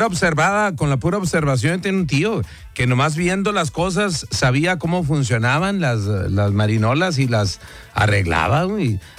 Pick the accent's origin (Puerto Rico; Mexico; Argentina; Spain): Mexico